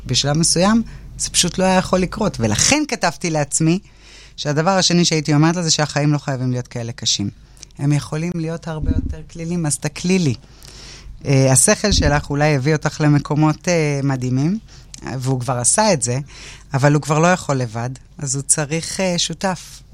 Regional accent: Tiberias, Northern District, Israel; כי גדלתי בטבריה, של שנות ה-80.

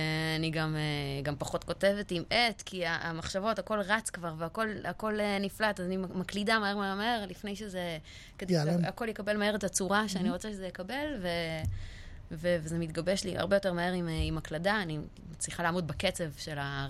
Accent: Mishmarot, Haifa District, Israel; אני לא מפרדס חנה, אני מקיבוץ משמרות, שזה מאוד צמוד, זה ממש באותו מקום, אבל זה לא אותו ישוב באמת.

